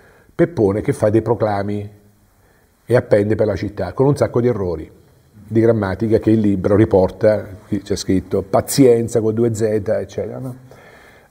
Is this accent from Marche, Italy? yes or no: yes; Marche, Italy; Nel mio paesello ascolano, come in quasi tutti i paesi italiani, che oggi si chiamano borghi, una volta si chiamano paesi, perché a noi ci piacciono molto le parole che strane, la gente parlava in dialetto, quasi tutti